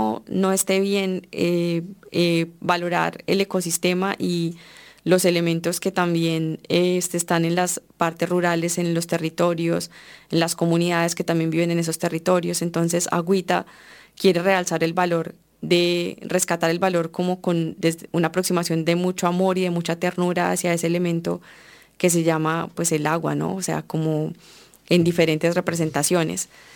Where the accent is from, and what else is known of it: Colombia